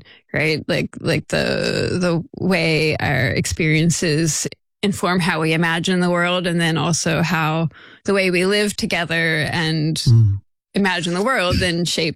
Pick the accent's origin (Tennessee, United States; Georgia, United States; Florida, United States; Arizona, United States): Florida, United States; moved away as an adult; also born or lived in Oklahoma; now in Eureka, United States; the other part of my family is from Florida. So grew up in the panhandle. So the lower Alabama part of Florida. Mm-hmm. And, you know, that's like the Gulf of Mexico, so lots of like white sand beaches, oak trees, bayous